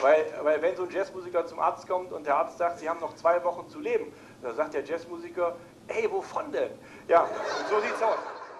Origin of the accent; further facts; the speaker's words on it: East Germany, Germany; Und ich komme aus dem Osten, da gab es den Spruch, ohne Üben nach drüben.